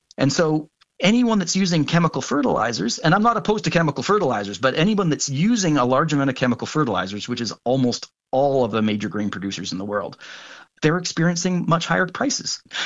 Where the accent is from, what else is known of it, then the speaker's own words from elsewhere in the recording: Canada; I'm going to, you know, flex a little bit as a Canadian here, and I'm quite proud of measures that my federal government has taken